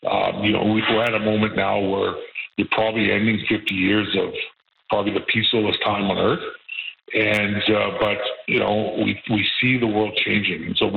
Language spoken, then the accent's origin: English; Northwest Territories, Canada; I'm First Nation from Northwest Territories, lucky to be the CEO.